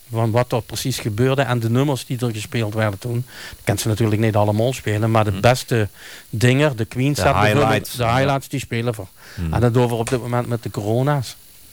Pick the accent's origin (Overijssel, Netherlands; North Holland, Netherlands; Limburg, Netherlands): Limburg, Netherlands; Sittard; Ik ben in Sittard geboren, in het ziekenhuis. En toen ben ik, ik woonde in Putjenne, boven op de berg. En daar ben ik eigenlijk grootgebracht, zeg maar.